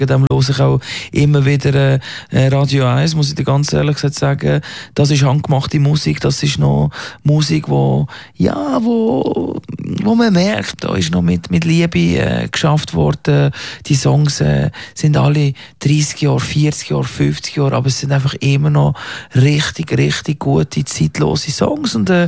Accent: Gelterkinden, Basel-Landschaft, Switzerland; Aufgewachsen bin ich in einem 6000-Seelen-Dorf in Geltenkirchen, das ist im Baselland. Meine Familie hat dort ein Coiffeur-Geschäft gehabt, auf dem Dorfplatz.

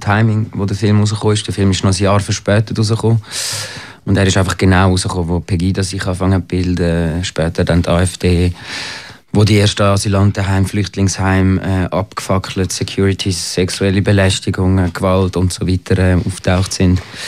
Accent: Switzerland; born there; Ich bin 1990 in der Schweiz geboren.

